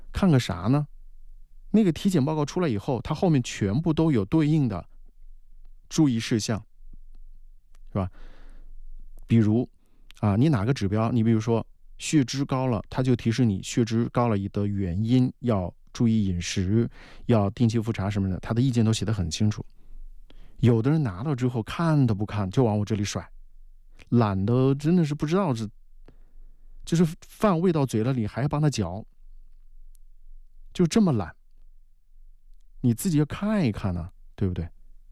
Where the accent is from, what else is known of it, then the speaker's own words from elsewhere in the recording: China; 我们中国人